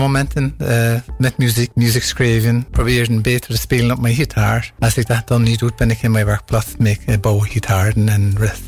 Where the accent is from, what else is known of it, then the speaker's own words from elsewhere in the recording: Ireland; Dutch is a second language; Eerste folk is niet de juiste. Ik ben van Ierland.